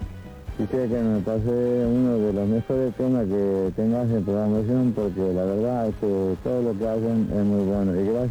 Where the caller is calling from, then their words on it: Salta, Argentina; Soy de Cristianal Salta.